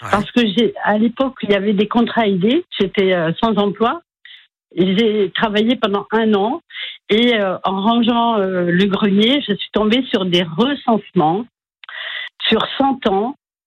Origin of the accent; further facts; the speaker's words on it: Auvergne-Rhône-Alpes, France; Ah oui, alors c'était pas dans ce département, puisque je suis pas d'ici, je suis du Cantal.